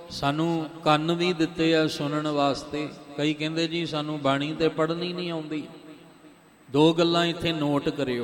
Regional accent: Punjab, India; first language Punjabi; ਅਸੀਂ ਪੰਜਾਬ ਦੀ ਧਰਤੀ ਤੇ ਰਹਿੰਦੇ ਹਾਂ, ਸਾਡੀ ਮਾਂ ਬੋਲੀ ਹੈ, ਇਹ ਮਾਤਰ ਭਾਸ਼ਾ ਹੈ ਸਾਡੀ।

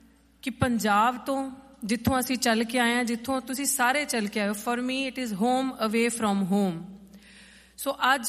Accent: Punjab, India; born there; moved away as an adult; also born or lived in Delhi; ਮੇਰਾ ਜਨਮ ਜਿਸ ਧਰਤੀ 'ਤੇ ਹੋਇਆ ਮੈਂ ਆਪਣੀ ਹਾਇਰ ਐਜੂਕੇਸ਼ਨ ਪੰਜਾਬ ਤੋਂ ਉੱਠ ਕੇ ਦਿੱਲੀ ਯੂਨੀਵਰਸਿਟੀ ਦੇ ਵਿੱਚ ਕੀਤੀ

